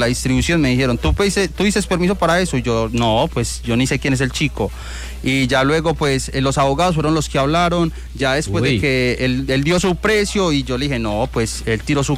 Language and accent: Spanish; Antioquia, Colombia; now in Europe; yo como antioqueño, que soy más regionalista que la arepa